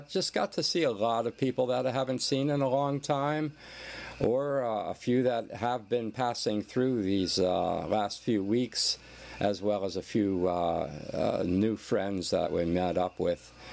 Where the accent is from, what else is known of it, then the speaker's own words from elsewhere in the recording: Philadelphia, Pennsylvania, United States; now in Hilo, United States; my hometown area, Philadelphia Eagles